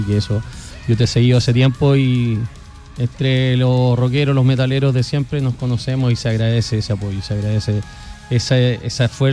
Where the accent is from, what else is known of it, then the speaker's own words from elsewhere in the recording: Limache, Valparaíso, Chile; Como banda tenemos fuerte vinculación con Santiago, pero somos de Limache, la verdad. Somos una banda que nos autodenominamos una banda limachina.